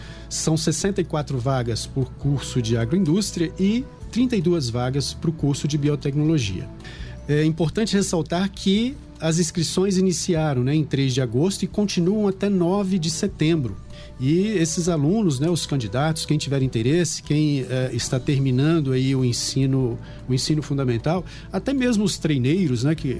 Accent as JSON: {"language": "Portuguese", "town": "Bela Aurora", "region": "Espírito Santo", "country": "Brazil", "tie": "born or raised there", "also_born_or_lived": "Viçosa / São Paulo / Vitória", "moved": "as an adult", "said": "Sou daqui, para quem não conhece, sou daqui de Bela Aurora, né, minha família é fiorese. Saí daqui em 89 para fazer graduação em matemática, em Viçosa."}